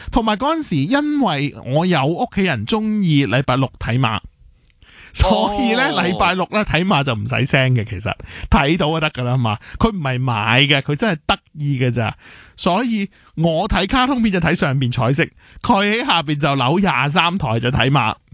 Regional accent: Hong Kong; 我哋香港人

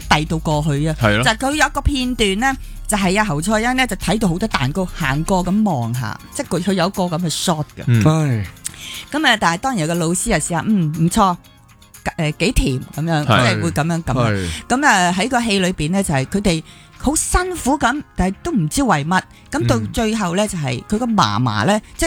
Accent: Hong Kong

